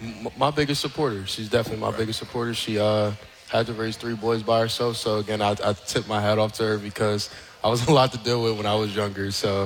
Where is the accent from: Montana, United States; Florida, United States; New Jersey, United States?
New Jersey, United States; Somers Point; I'm from Summers Point, New Jersey.